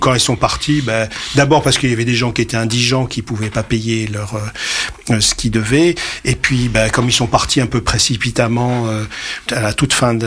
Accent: France; born there; Alors moi, non, je suis né en 63, donc je suis né 3 ans plus tard, à Clermont.

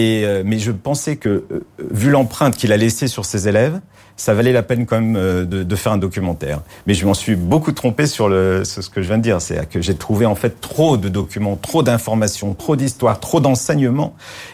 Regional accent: Paris, Île-de-France, France; born there; je suis né à Paris

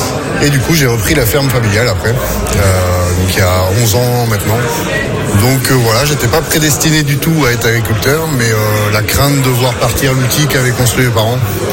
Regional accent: Truitmer, France; Je suis né à Truitmer, école de Truitmer, collège Maupa, lycée Curie, donc je suis vraiment un enfant du territoire.

